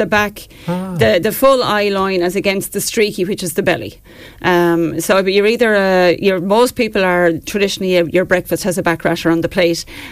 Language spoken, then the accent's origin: English; Ferns, Leinster, Ireland; He's from Kilrush, I'm from Ferns, and we all were FCJ